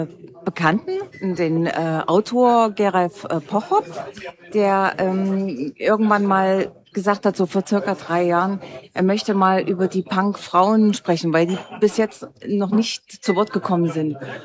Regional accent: Halle, Saxony-Anhalt, Germany; Ich komme aus Halle

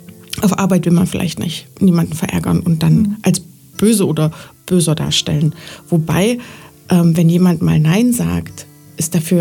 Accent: Germany; born there; Ich bin noch in der DDR geboren, ja.

